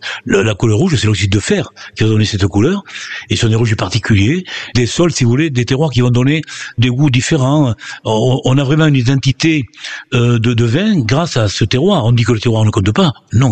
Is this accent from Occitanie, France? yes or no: yes; Marcillac-Vallon, Occitanie, France; Chez nous, à Marcillac